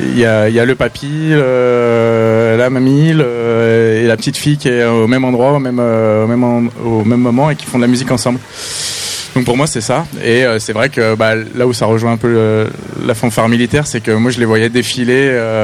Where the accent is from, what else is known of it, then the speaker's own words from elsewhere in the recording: Auvergne-Rhône-Alpes, France; Alors moi je viens du Beaujolais, donc un peu en dehors d'une grosse ville